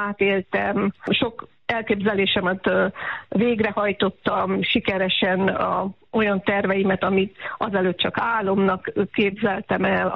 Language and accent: Hungarian; Cluj-Napoca, Cluj County, Romania; moved away as an adult; now in Hawaii, United States; Kolozsvár mellett egy kis faluban születtem lényegében, és Kolozsváron éltem hosszú ideig.